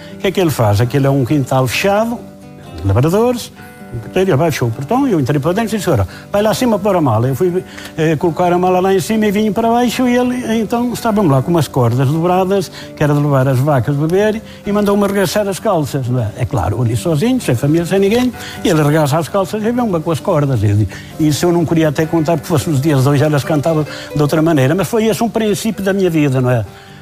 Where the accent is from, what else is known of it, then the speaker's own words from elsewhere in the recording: Santa Maria da Feira, Aveiro, Portugal; Ora, sou de Santa Maria da Feira, para ir para Arouca